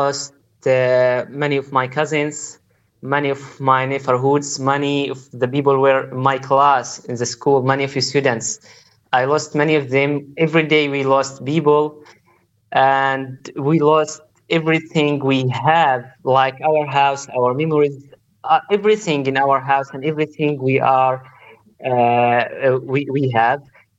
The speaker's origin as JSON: {"language": "English", "town": "Gaza", "region": "Gaza Strip", "country": "Palestine", "second_language": "English", "said": "I am 19 years old and I live in Gaza. I am a student from Gaza, and I want to tell you my story in short."}